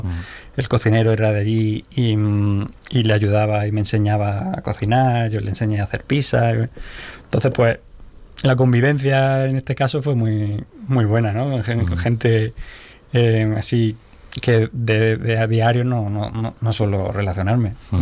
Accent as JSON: {"language": "Spanish", "town": "Úbeda", "region": "Andalusia", "country": "Spain", "said": "cuando llego a mi pueblo, yo soy de Úbeda"}